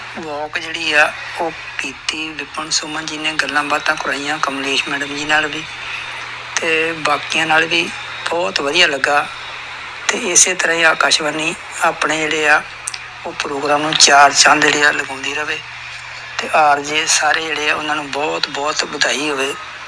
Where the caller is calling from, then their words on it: Amritsar, Punjab, India; ਮੈਂ ਅੰਮ੍ਰਿਤਸਰ ਤੋਂ … ਬੋਲ ਰਿਹਾ ਹਾਂ।